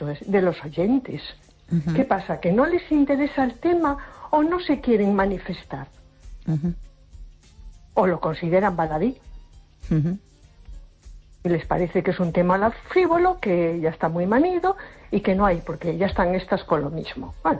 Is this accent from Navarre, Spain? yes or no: no; A Coruña, Galicia, Spain; Hola, buenas noches. … de Coruña.